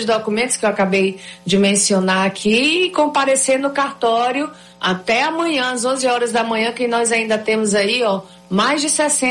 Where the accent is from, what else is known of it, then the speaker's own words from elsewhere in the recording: Cruzeiro do Sul, Acre, Brazil; aqui na minha terrinha